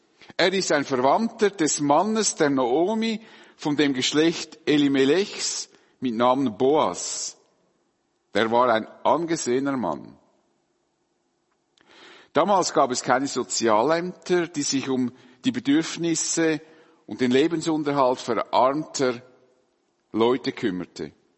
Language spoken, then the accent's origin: German; Dietikon, Zurich, Switzerland; mit großen Maschinen auf die Felder, wo ich aufgewachsen bin, in Dietikon, nahe von hier, nicht wahr?